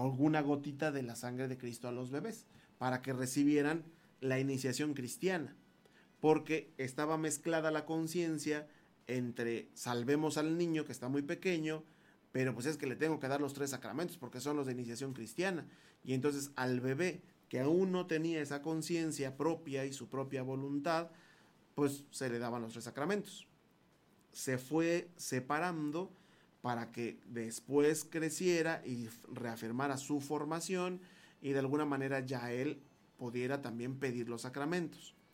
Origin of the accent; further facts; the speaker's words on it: Mexico City, Mexico; yo soy, del centro del país. Yo, en lo personal, soy de la Ciudad de México.